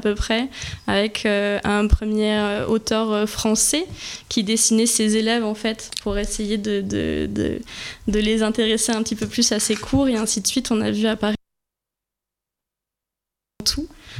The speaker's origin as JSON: {"language": "French", "region": "French Guiana", "country": "France", "tie": "born there", "also_born_or_lived": "Bordeaux", "said": "Donc, je suis née en Guyane française et j'ai fait la plupart de mes études sur Bordeaux. Donc là, je viens de Bordeaux."}